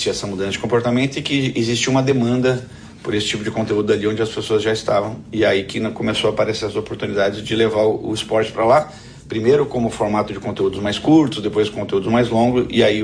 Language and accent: Portuguese; Portugal; Particularmente eu sou português, né? Então já tem essa vantagem.